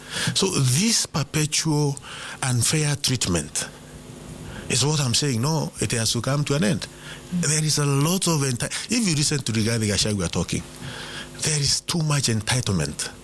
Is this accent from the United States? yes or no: no; Kenya; We are all Kenyans, you know.